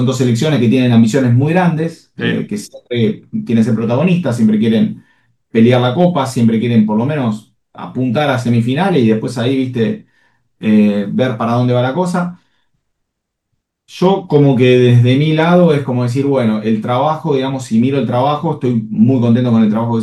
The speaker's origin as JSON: {"language": "Spanish", "country": "Argentina", "said": "si bien soy argentino"}